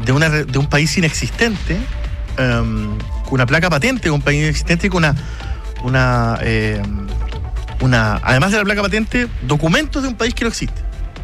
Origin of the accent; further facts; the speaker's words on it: Chile; no me gusta el inglés porque no me gusta el inglés, porque soy chileno y porque no me gusta la música en inglés.